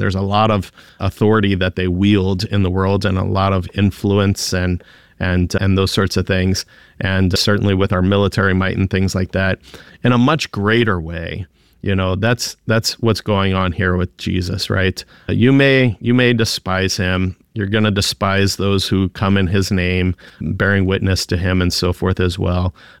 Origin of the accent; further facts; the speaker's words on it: United States; as being an American there.